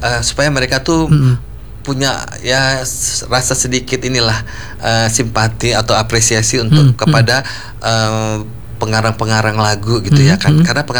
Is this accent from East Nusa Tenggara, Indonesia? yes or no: no; Madiun, East Java, Indonesia